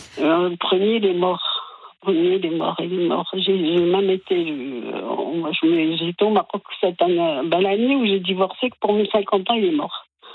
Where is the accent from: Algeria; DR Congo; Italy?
Italy; now in France